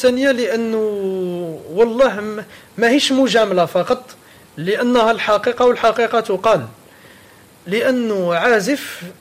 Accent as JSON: {"language": "Arabic", "town": "Constantine", "region": "Constantine Province", "country": "Algeria", "said": "اللي هما عندنا في قسنطينة"}